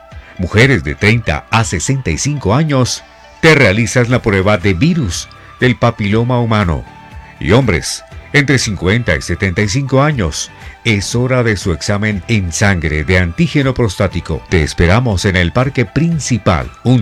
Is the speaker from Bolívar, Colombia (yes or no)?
no; Samacá, Boyacá, Colombia; En Samacá. En mi tierra